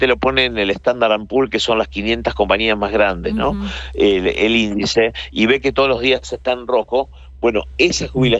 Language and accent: Spanish; Argentina; now in United States; nosotros como argentinos